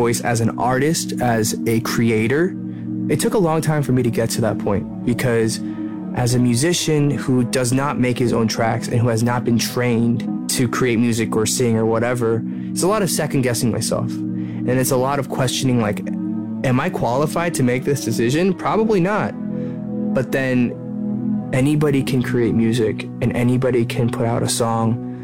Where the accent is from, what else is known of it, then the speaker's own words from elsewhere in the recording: United States; I'm Korean, but I'm also not. I'm American, but I'm also not.